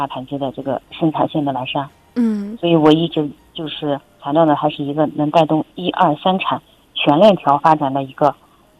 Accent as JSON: {"language": "Chinese", "town": "Shawan", "region": "Xinjiang", "country": "China", "tie": "born or raised there", "said": "我就是土生土长的沙湾本地人，我属于一个江六代"}